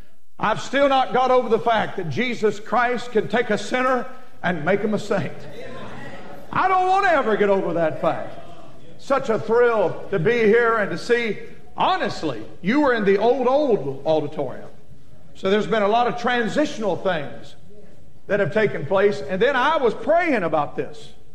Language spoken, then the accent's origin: English; the South, United States; now in Maine, United States; I'm from the South. I left the South 26 years ago. I found out real quick that my first message in Maine didn't have a lot of material.